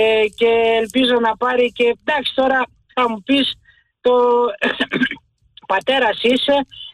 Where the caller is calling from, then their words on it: Acharnes, Attica, Greece; από το Μενίδη, Δημότης Μενιδίου.